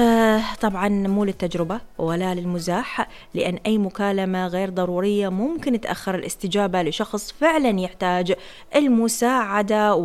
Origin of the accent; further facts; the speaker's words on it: Iraq; عندنا بالعراق